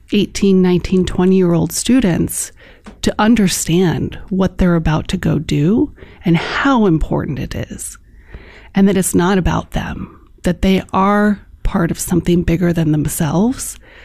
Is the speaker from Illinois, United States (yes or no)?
yes; Chicago, Illinois, United States; born or raised there